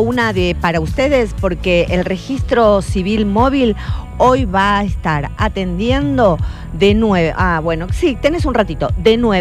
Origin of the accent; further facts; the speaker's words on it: Buenos Aires, Argentina; accent: porteño; me dice que digo lluvia, lluvia, que soy muy porteña.